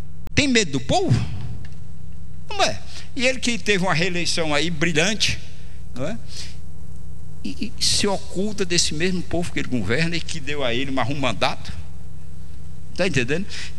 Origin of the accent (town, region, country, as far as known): Reriutaba, Ceará, Brazil; moved away